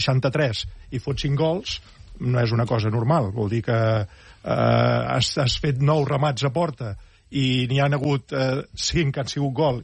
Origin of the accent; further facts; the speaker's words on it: Catalonia, Spain; Jo com que sóc català, sóc barcelonista...